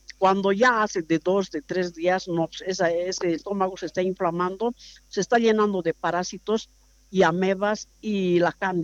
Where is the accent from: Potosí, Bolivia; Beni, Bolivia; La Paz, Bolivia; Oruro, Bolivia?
Potosí, Bolivia; Llallagua; born there; now in Cochabamba, Bolivia; yo soy yayagüeña.